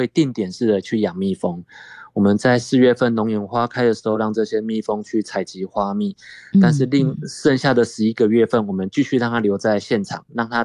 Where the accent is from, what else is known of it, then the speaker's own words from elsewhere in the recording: Tainan, Taiwan; 木炭也是我家乡很重要的产业之一。